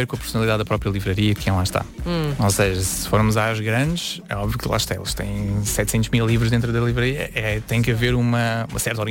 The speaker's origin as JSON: {"language": "Portuguese", "town": "Seixal", "region": "Lisbon", "country": "Portugal", "moved": "as an adult", "lives_now": "Almada, Portugal", "said": "eu originalmente sou do Seixal, praticamente vizinho da Almada, mas mudei-me há uns anos para lá."}